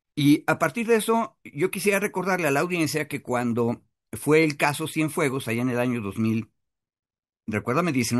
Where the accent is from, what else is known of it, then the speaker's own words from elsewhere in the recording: Mexico; somos nosotros los mexicanos y mexicanas, es asumirnos como David.